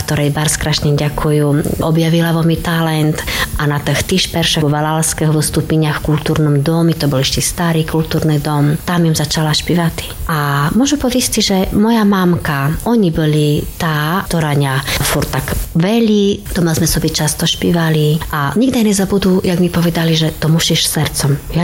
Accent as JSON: {"language": "Slovak", "town": "Bardejov", "region": "Prešov Region", "country": "Slovakia", "said": "u nás v Bardejovi"}